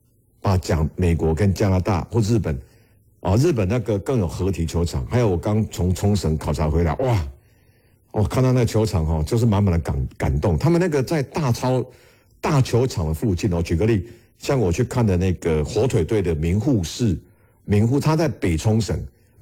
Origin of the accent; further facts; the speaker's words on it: Taiwan; 我台湾人